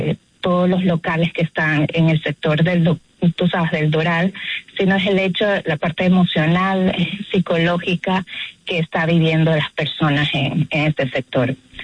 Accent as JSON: {"language": "Spanish", "country": "Ecuador"}